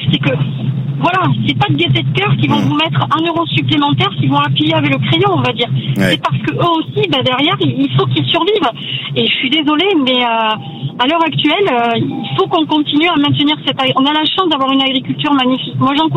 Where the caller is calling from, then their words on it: Anglet, Nouvelle-Aquitaine, France; Alors moi, je vous appelle d'Anglette. Anglette, c'est au Pays Basque, c'est-à-dire que Anglette se trouve entre Biarritz et Bayonne, tout simplement.